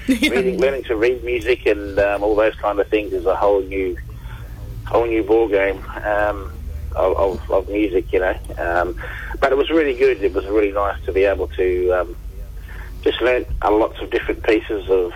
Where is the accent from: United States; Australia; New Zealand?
Australia; Western Australia; my mob's on my mother's side is the Wadjuk crew all the way along. We sort of, our group dwelled along Swan River, up towards the Guildford area